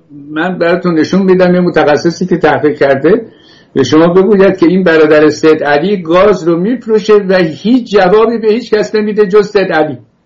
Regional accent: Iran; گفت کجایی هستی، گفتم ایرانی

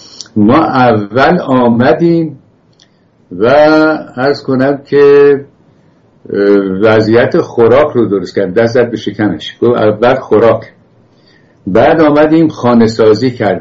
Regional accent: Iran; گفت کجایی هستی، گفتم ایرانی

